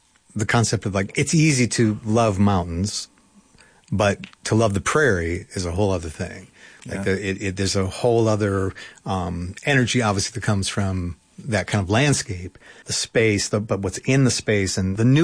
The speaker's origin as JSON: {"language": "English", "town": "Cleveland", "region": "Ohio", "country": "United States", "tie": "born or raised there", "moved": "yes", "said": "and I grew up in Cleveland."}